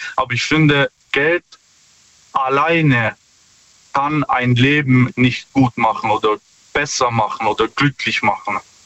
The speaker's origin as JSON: {"language": "German", "town": "Stuttgart", "region": "Baden-Württemberg", "country": "Germany", "said": "Ja, hi. Stuttgart."}